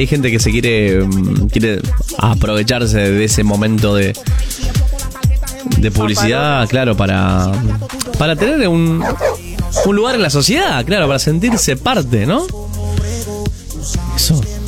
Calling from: Cañada de Gómez, Santa Fe, Argentina

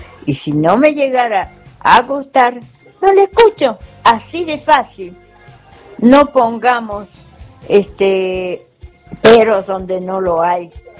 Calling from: San Luis, Argentina; de San Luis.

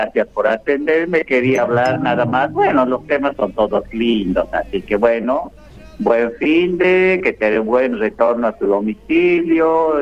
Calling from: Lomas de Zamora, Buenos Aires Province, Argentina; de Lomo de Zamora.

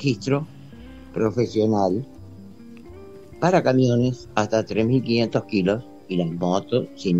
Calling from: Quilmes, Buenos Aires Province, Argentina; yo soy de acá de Quilmes

